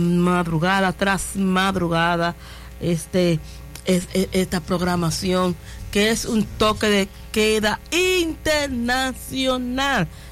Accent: Saona Island, La Altagracia, Dominican Republic; Yo soy de Saona, de la isla Saona. Oh, pero bueno, mi papá es oriundo de Higüey.

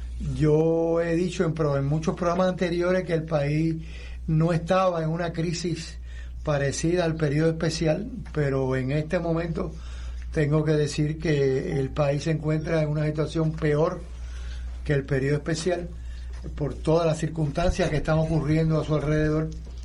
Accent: Cuba; now in Puerto Rico; Llevo alrededor de 52, 53 años por acá. Esto, y ya soy más puertorriqueño que cubano, o más cubano que puertorriqueño

